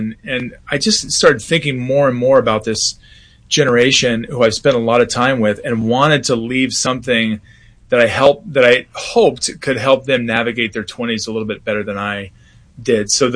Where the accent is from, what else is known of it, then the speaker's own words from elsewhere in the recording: Columbus, Ohio, United States; Yeah, so I grew up in Columbus, Ohio. I was in Columbus until I went to Ohio University down in Athens, Ohio.